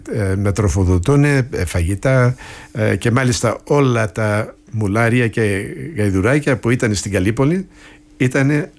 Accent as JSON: {"language": "Greek", "country": "Australia", "said": "Δεν υπάρχει άνθρωπο που βρίσκω εδώ ή στην Αθήνα ή στις επαρχίες που με ρωτάνε από πού είσαι, και τη στιγμή που τους λες Αυστραλία θα σου πει «Α, είχα ένα θείο ή ένας ξάδελφος ή κάτι»."}